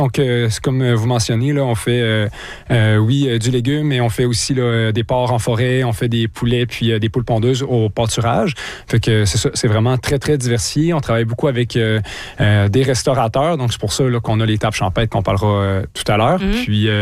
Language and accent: French; Quebec, Canada; moved away as an adult; now in Saguenay, Canada; Puis Alexandre et moi, on vient de la région de Québec.